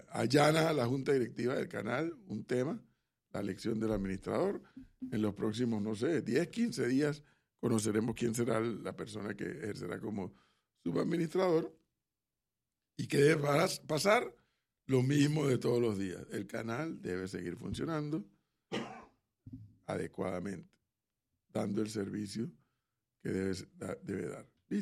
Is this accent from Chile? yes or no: no; Panama